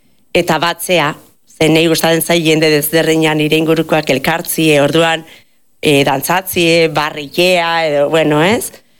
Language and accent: Basque; Errenteria, Basque Country, Spain; Ba, ni horretakoa, errenteikoa naz. Eta nire herrian, bazeoen talde bat